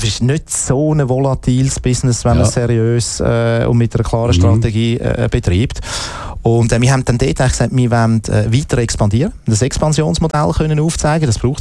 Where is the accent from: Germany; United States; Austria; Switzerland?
Switzerland; Zurich; Nein, das so weit habe ich mich noch nicht überwinden. Ich bin Zürcher und ZSCV.